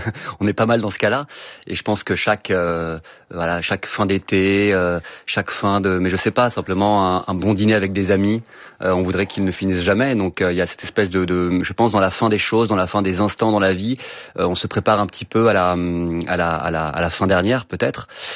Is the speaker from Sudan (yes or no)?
no; Brittany, France; moi, je parle pas en tant que Breton, je parle en tant que vacancier.